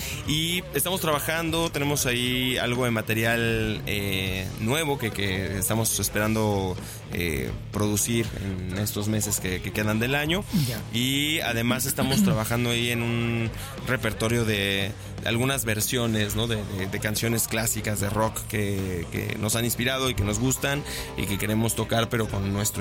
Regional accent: Xalapa, Veracruz, Mexico; born there; also born or lived in Mexico City; yo soy nacido en CDMX, pero adoptado jalapeño. Los 8 años.

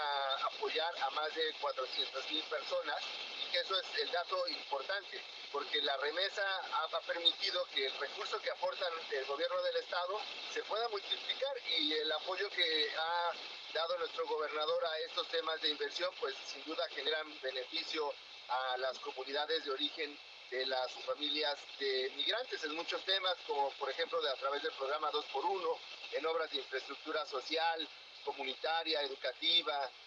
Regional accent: Zacatecas, Mexico

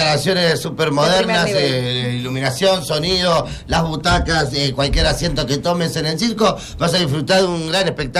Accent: Argentina; somos de Argentina, somos quinta generación de circo.

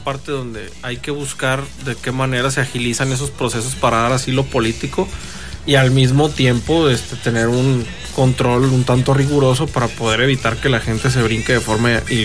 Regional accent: Mexico; Nosotros aquí como mexicanos

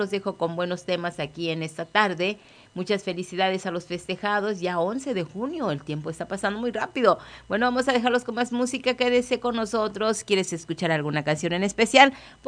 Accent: Mexico

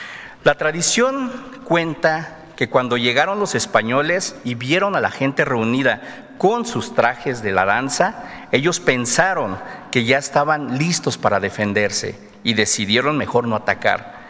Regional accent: Santa María Tepantlali, Oaxaca, Mexico; first language Mixe; Spanish is a second language; Les acabo de saludar en la lengua Ayuk, el Mije, mi lengua materna, del municipio de Santa María Tepantlali, Mije, Oaxaca.

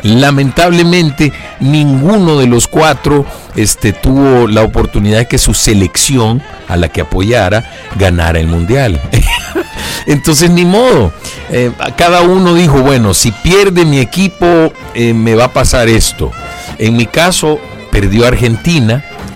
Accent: El Salvador; en donde habitamos un poquito más de 6 millones de salvadoreños.

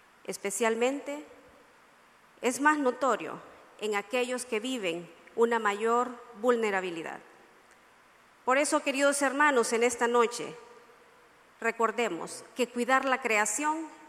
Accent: Honduras

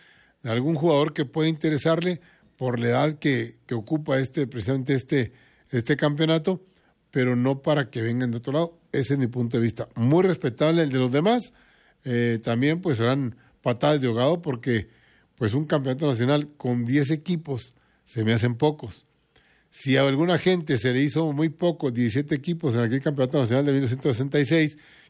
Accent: Mexico

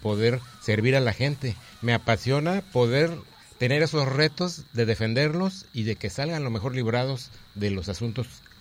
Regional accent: Toluca, State of Mexico, Mexico; moved away as an adult; now in Colima, Mexico; estudié la carrera de Derecho en la Universidad Autónoma del Estado de México, que se encuentra ubicada en la ciudad de Toluca, Estado de México, de donde yo soy originario.

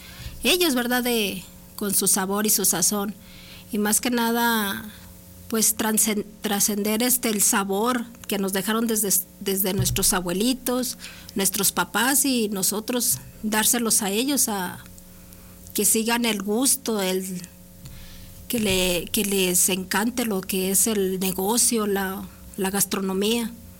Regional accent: Rincón de Romos, Aguascalientes, Mexico; yo soy originaria de Rincón de Romos. Vengo de una familia de birrieros.

